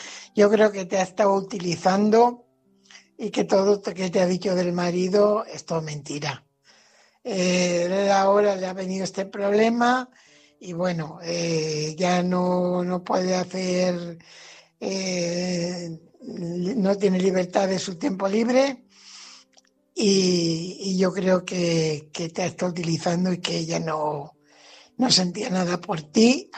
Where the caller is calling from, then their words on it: Fuenlabrada, Community of Madrid, Spain; corresponsal de Fuenlabrada.